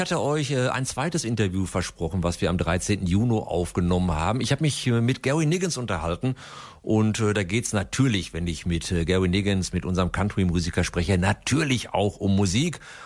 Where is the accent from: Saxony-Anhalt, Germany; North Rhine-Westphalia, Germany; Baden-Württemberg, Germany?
North Rhine-Westphalia, Germany; Hamm; Ich komme aus Hessen.